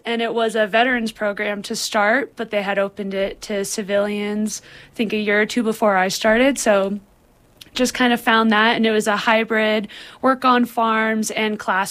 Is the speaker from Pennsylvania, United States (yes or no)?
yes; Tamaqua, Pennsylvania, United States; moved away as an adult; also born or lived in Canon City, Colorado; now in Salida, United States; I'm not from Bethlehem. I'm from Tamaqua